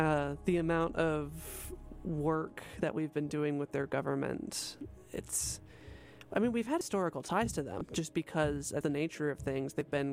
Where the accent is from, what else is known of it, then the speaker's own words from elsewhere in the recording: United States; coming in as an American